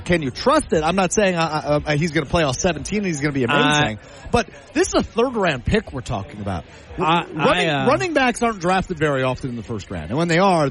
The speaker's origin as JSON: {"language": "English", "town": "Green Bay", "region": "Wisconsin", "country": "United States", "tie": "born or raised there", "said": "I was raised in Green Bay."}